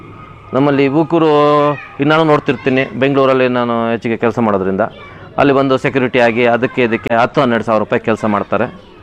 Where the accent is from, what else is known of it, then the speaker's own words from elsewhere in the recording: Kolar district, Karnataka, India; ಇದು ಮೂಲತಃ ನಮ್ಮದು ಸ್ವಂತ ಹುಟ್ಟು ಗ್ರಾಮ.